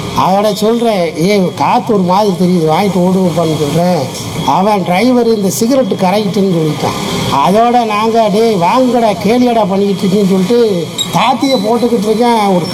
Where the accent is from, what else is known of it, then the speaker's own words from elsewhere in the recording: Chennai, Tamil Nadu, India; also born or lived in Pamban; நான் பிறந்தது பாம்பன் தான், ஆனால் வளர்ந்தது ஃபுல்லா சென்னை. சென்னையில் வளர்ந்தேன்.